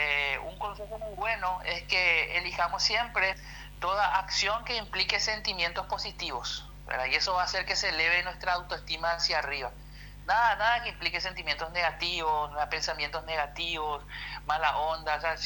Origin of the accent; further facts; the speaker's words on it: Paraguay; nosotros como paraguayos somos muy de la cultura del sí